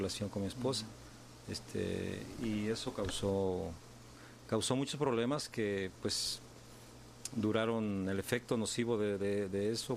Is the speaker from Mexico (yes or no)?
yes; Mexico; now in Chicago, United States; Soy mexicano y al igual que mi esposa, llevo muchos años radicado en Chicago, 1968 para ser exactos.